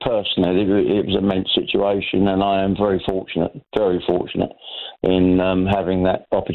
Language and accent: English; Southend-on-Sea, East of England, United Kingdom; also born or lived in Croydon; they were very much involved with the church at Shrewsbury Ness in the South End, which is where I was brought up.